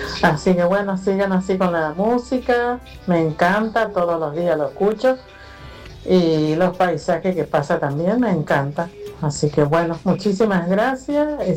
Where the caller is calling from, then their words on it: Machagai, Chaco, Argentina; de Machagué, Chaco.